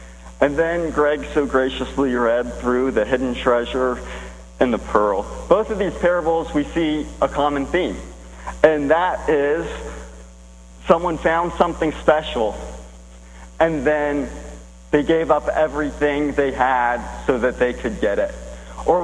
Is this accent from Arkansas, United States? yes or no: no; Plano, Texas, United States; I come from Plano, Texas, which is a suburb of Dallas. So, you know, it's basically the same as around here